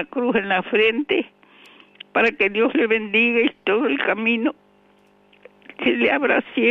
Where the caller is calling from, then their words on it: Concordia, Entre Ríos, Argentina; Está hablando con … de Concordia Entre Ríos.